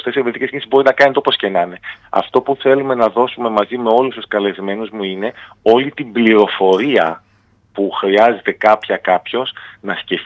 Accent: Northern Greece, Greece; moved away; στη Βόρεια Ελλάδα, την πατρίδα μου

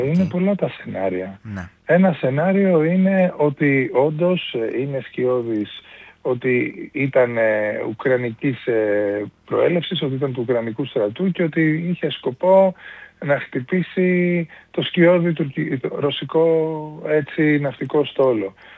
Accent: Lefkada, Ionian Islands, Greece; και η Λευκάδα, επειδή είναι και το νησί μου

